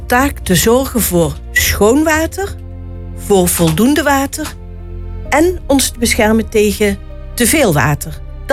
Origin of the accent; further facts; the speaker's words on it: Uden, North Brabant, Netherlands; also born or lived in Limburg / Twente; now in Maarheeze, Netherlands; Ik woon met veel plezier sinds ruim 6 jaar in Marhezen. Daar ben ik neergestreken nadat ik toch wel redelijk door het land getrokken ben. Geboren in Limburg, opgegroeid in Uden, gestudeerd in Twente.